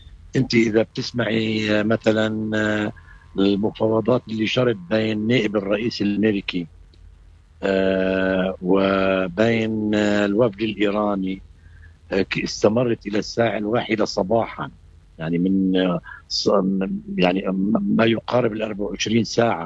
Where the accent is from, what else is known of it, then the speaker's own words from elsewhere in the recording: Lebanon; نحن كلبنانيين